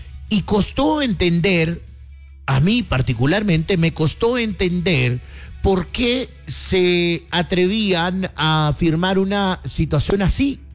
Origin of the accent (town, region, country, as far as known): Guatemala